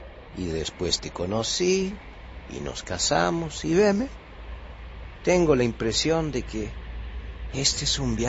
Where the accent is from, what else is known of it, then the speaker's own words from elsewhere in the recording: Bolivia; moved away as an adult; now in Argentina; Cuando yo salí de Bolivia para estudiar en la Argentina, jamás me imaginé que me iba a quedar.